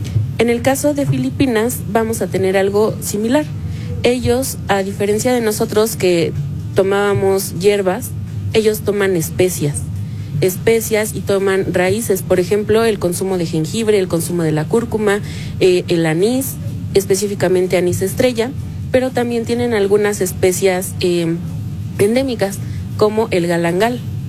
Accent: Mexico; Nosotros como mexicanos

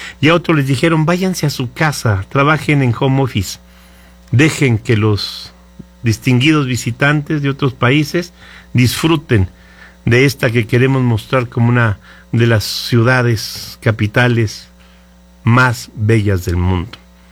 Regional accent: Mexico

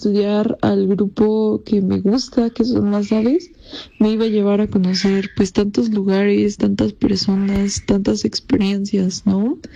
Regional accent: Mexico; pero pues al menos yo como mexicana, el ganarme una beca de este tipo, pues sí, es un orgullo nacional para mí

